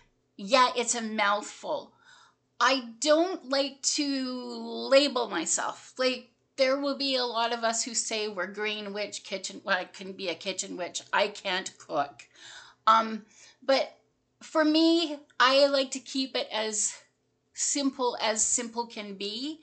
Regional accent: British Columbia, Canada; born there; All right, so I was born on the Lower Mainland of British Columbia. So 4 hours from here, something like that.

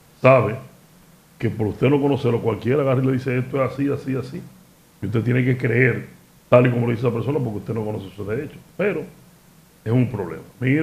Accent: Puerto Plata, Dominican Republic; los puertoplateños

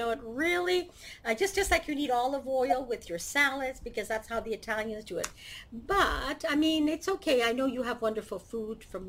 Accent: Canada; born there; But I was born in Canada.

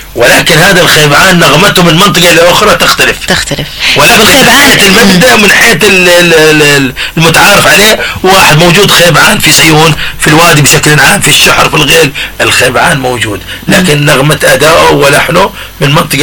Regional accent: Mukalla, Hadhramaut, Yemen; عندنا في المكلا

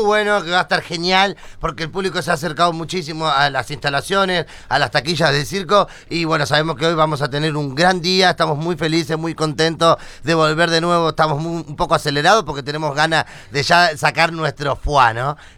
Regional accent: Argentina; Nosotros somos la parte cómica del espectáculo, somos de Argentina

